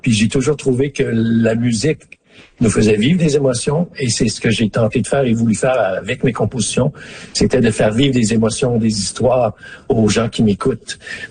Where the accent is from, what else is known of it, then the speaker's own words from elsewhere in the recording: Smooth Rock Falls, Ontario, Canada; J'ai des très bons souvenirs de ma présence, de mon enfance dans le Nord. Et oui, ce pont-là, c'est un pont emblématique. Le pont à Smooth Rock Falls, il y en a pas plusieurs comme ça en Ontario ou au Canada.